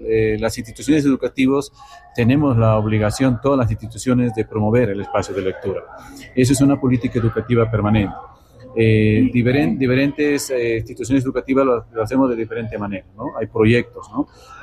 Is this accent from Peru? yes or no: yes; Cutervo, Cajamarca, Peru; yo soy cutervino, amo mi tierra